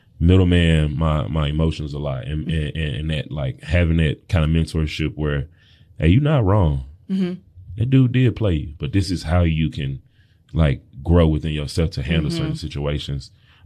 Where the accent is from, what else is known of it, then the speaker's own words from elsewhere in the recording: Tennessee, United States; being that, you know, we're in Tennessee and I grew up in Tennessee, you know, it's a landlocked state